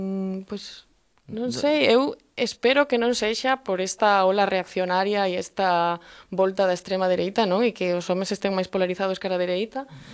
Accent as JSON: {"language": "Galician", "region": "Galicia", "country": "Spain", "said": "A ver, eu penso en galego, quero dicir, o galego é a miña lingua nai, na que me defendo evidentemente en castelán, pero a mí o que naturalmente me sae é o galego"}